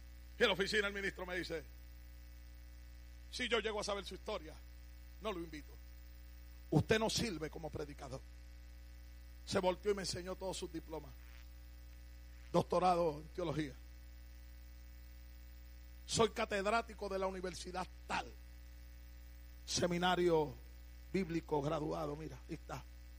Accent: Loíza, Puerto Rico; Me expulsaron de la única escuela superior que en aquella época había en mi pueblo de Loíza.

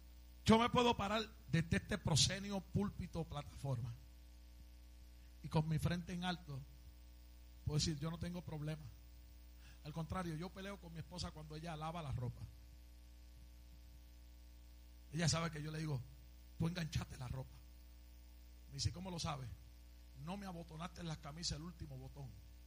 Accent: Puerto Rico; Yo soy puertorriqueño

